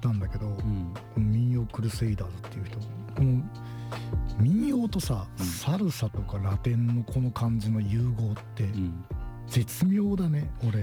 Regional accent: Kagawa, Japan; ちなみに俺香川なんで、

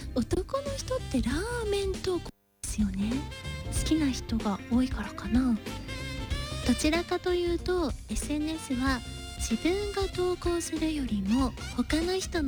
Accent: Yamaguchi, Japan; インスタでは地元山口県のラーメン仲間からの信用度は高いと思っています。

